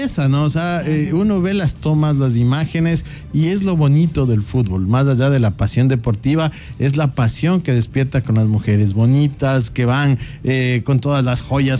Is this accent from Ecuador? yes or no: yes; Ecuador; sino es que somos los ecuatorianos, y nosotros tenemos que demostrar lo que somos y ponerse.